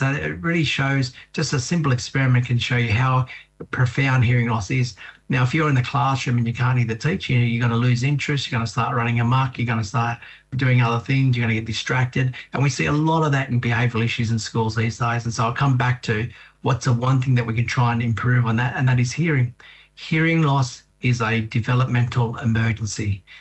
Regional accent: Australia; born or raised there

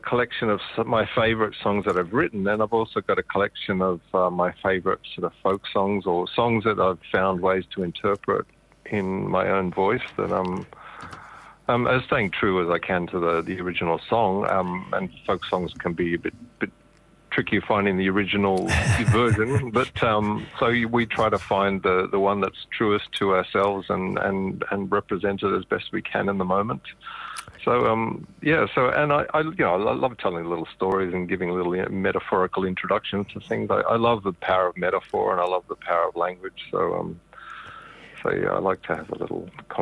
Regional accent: Sydney, New South Wales, Australia; moved away as an adult; also born or lived in Ireland / Dublin; I was an Aussie kid growing up in Sydney

